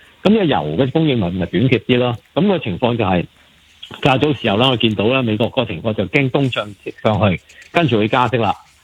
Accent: Hong Kong; 我哋香港人

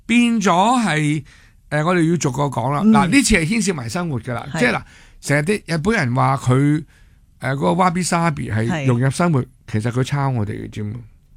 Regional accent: Hong Kong; 我哋香港人

